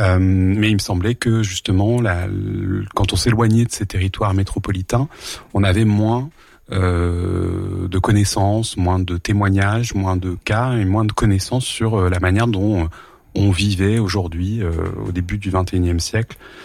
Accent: Portes-lès-Valence, Auvergne-Rhône-Alpes, France; moved away as an adult; also born or lived in Lyon / Montreal / New York; now in Paris, France; Alors moi, je suis né à Valence et j'ai grandi à Portes-les-Valences. Plutôt dans la plaine de Valence, on va dire. C'était plutôt ça l'endroit dans lequel j'ai vécu jusqu'à mes 18 ans avant de quitter la région pour faire mes études.

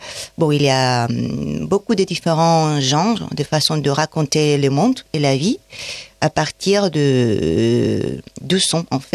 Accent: Valencia, Valencian Community, Spain; French is a second language; now in France; Donc, en Espagne, je viens de Valencia, et en Espagne, j'ai organisé ça avec une amie

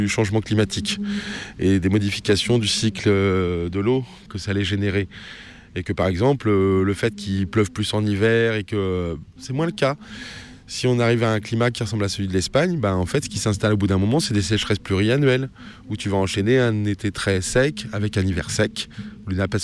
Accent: Beauvais, Hauts-de-France, France; born there; Je suis né à Beauvais

